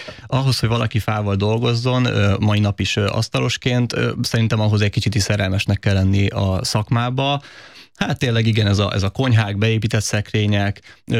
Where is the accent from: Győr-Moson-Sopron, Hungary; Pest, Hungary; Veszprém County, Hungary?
Pest, Hungary; Budaörs; Én speciál Budaörsön nőttem föl